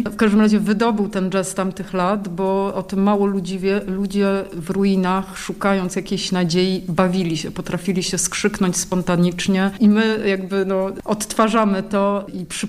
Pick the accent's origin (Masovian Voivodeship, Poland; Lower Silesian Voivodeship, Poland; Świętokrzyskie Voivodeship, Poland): Masovian Voivodeship, Poland; Warsaw; Stare Miasto zostało całkowicie zrujnowane i tutaj jako warszawiacy nie oszukujemy się, to nie jest prawdziwe Stare Miasto.